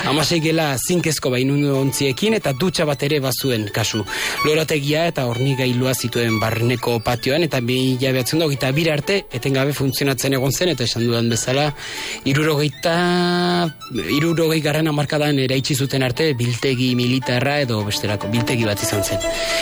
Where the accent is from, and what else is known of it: Pamplona, Navarre, Spain; born there